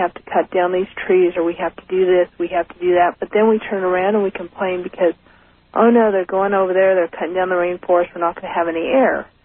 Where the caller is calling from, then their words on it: Oroville, California, United States; I'm from Oroville, California.